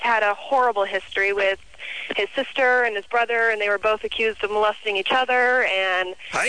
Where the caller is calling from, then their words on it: Pasadena, California, United States; I'm calling from Pasadena.